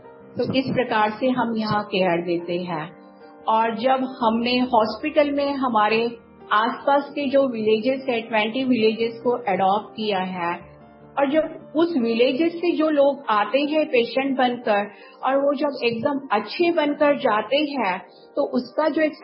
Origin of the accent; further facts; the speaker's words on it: Mumbai, Maharashtra, India; तो मैं तो महाराष्ट्र मुंबई से बिलोंग करती हूँ